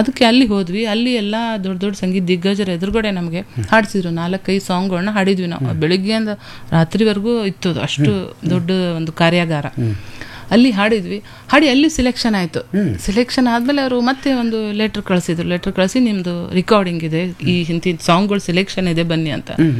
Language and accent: Kannada; Dharwad, Karnataka, India; born there; now in Bengaluru, India